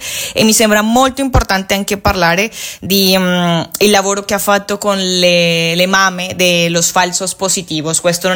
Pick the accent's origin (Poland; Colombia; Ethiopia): Colombia; Italian is a second language; Il nostro paese è un paese assolutamente agropecuario, non so se si dice così in italiano, ma la base economica del mio paese è basicamente lavoro di terra e lavoro con animali